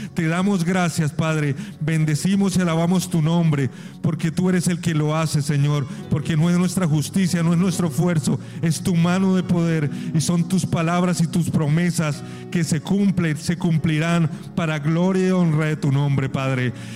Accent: Colombia; como colombianos humillados y postrados también, te pedimos perdón, Señor.

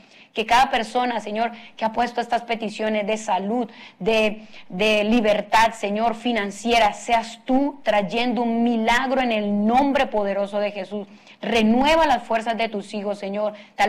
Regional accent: Colombia

